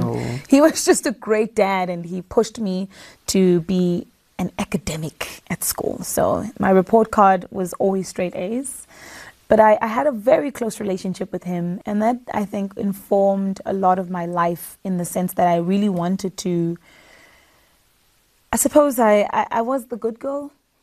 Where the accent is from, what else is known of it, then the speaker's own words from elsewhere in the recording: Durban, KwaZulu-Natal, South Africa; I grew up in Durban. I was raised by my paternal grandmother